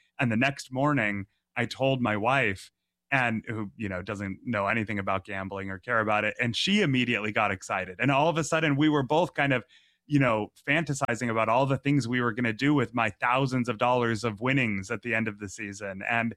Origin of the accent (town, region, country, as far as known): Massachusetts, United States; born or raised there